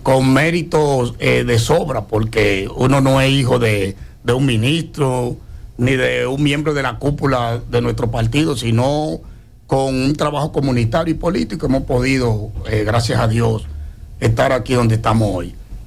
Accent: Santo Domingo, Distrito Nacional, Dominican Republic; he sido un ciudadano simple, normal, de barrio. Yo nací en Gualey, en el sector, en el populoso sector de Gualey.

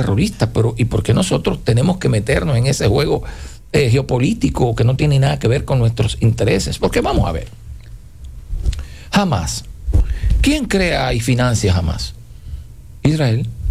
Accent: Dominican Republic

